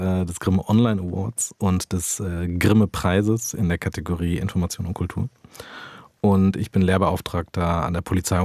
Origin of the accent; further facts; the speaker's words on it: Wuppertal, North Rhine-Westphalia, Germany; Das wichtigste, mit Abstand wichtigste Faktum ist, dass ich Wuppertaler bin, das ist im Bergischen Land, und nominell Rheinländer.